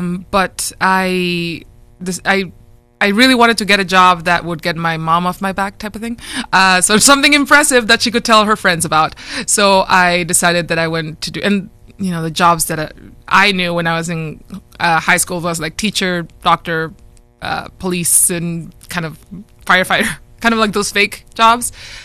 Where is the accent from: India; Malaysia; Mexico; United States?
Mexico; Monterrey, Nuevo León; moved away; Okay, so I grew up in Monterrey, Mexico. That's in the north of Mexico. It's very much kind of like Texas, but just Mexican.